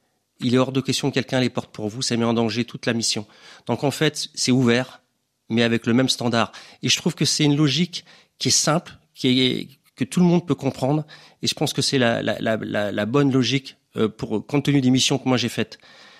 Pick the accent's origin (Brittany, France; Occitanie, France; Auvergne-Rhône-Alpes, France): Brittany, France; Lorient; Je suis un petit breton qui est arrivé à 6 mois à Lorient et vraiment, ça me touche et j'ai des frissons parfois avec la cornemuse ou la bombarde.